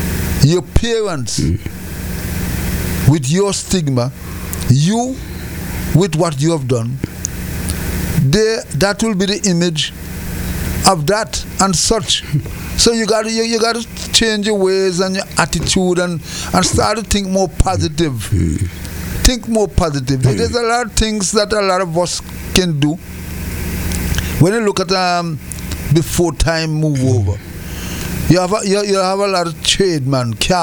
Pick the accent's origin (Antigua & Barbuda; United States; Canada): Antigua & Barbuda